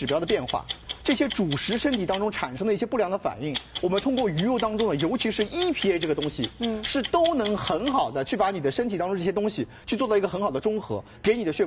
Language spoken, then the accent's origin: Chinese; Shanghai, China; 咱们上海人喜欢吃什么？浓油赤酱。